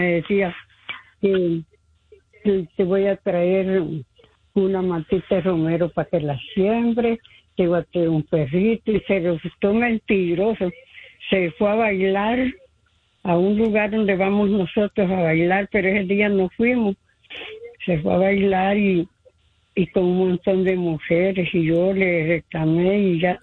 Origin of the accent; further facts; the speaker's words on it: Guatemala; Yo soy de Guatemala.